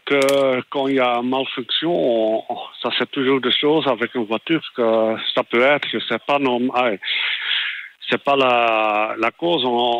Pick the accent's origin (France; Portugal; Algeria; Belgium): Belgium; comme chez nous en Belgique